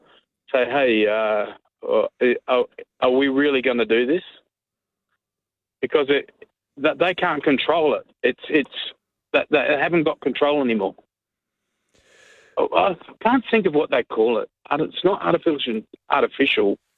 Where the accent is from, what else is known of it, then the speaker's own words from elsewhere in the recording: South Australia, Australia; Yeah, I grew up in South Australia. Yeah, still here.